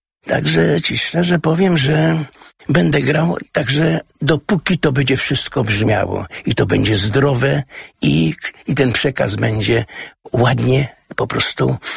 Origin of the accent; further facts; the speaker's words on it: Łódź, Łódź Voivodeship, Poland; ja jestem urodzony na Bałutach i Bałuty Śródmieście Łódź